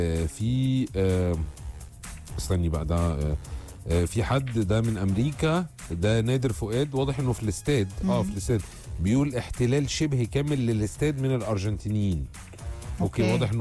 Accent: Iraq; now in England; طيب مساء الورد انا عراقية وبشجع مصر والمغرب من كل قلبي

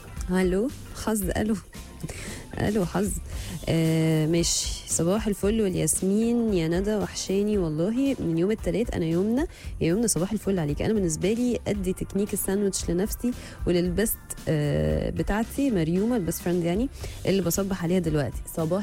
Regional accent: Egypt; بس كمصريه وكمشجعه وكعادي واحده من الناس الشعب العملاق ده

